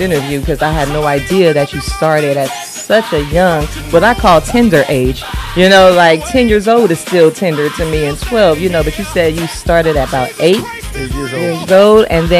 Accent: Compton, California, United States; born there; moved away; because I lived in Compton, like wasn't born, but definitely raised in Compton for some years.

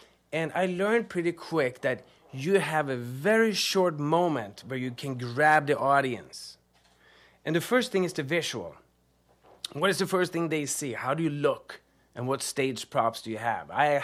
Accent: Sweden; moved away; even though I'm from Sweden.

